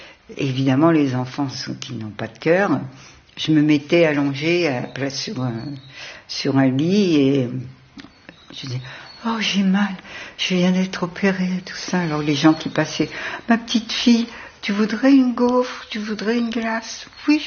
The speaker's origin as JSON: {"language": "French", "town": "Berck", "region": "Hauts-de-France", "country": "France", "tie": "born or raised there", "said": "Je suis née à Berck et c'est les Anglais d'ailleurs qui bombardaient et qui ont cassé tout. Je vivais quand j'étais petite au milieu des ruines, au milieu des mines."}